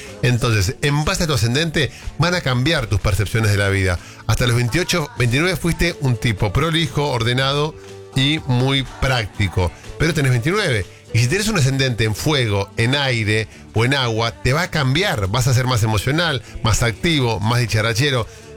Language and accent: Spanish; Argentina; En el Mundial estábamos, somos todos argentinos, sí.